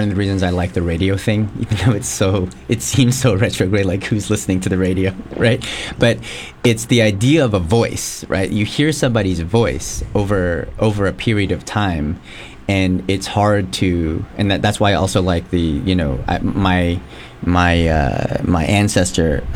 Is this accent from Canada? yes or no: yes; Toronto, Ontario, Canada; I'm somebody who grew up, I'm from Toronto, lifelong Raptors fan